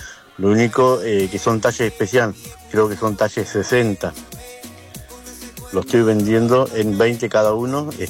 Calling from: Carmen de Patagones, Buenos Aires Province, Argentina; soy de Patagones.

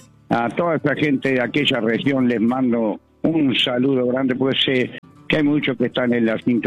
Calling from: Uruguay; en mi país, porque es el fallecimiento de nuestro prócer, que fue quien impulsó nuestra República Oriental del Uruguay.

